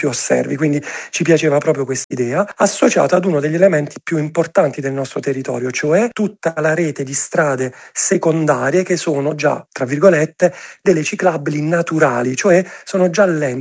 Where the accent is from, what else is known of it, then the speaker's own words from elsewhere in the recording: Ceglie Messapica, Apulia, Italy; Celi e Messapica, che è il nostro paese, il mio paese, diciamo, di origine, dove opero.